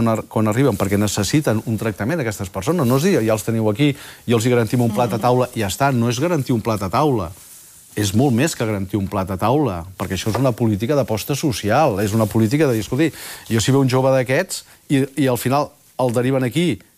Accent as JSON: {"language": "Catalan", "region": "Catalonia", "country": "Spain", "tie": "born there", "said": "Bueno, jo he nascut a Catalunya."}